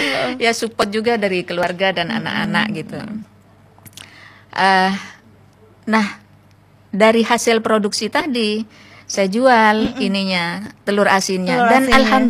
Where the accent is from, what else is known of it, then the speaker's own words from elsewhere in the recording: Pamekasan, East Java, Indonesia; Dan saya karena di perkotaan, lingkungan kan padat di saya itu. Jadi saya alihkan ke Pamekasan karena saya asli Pamekasan.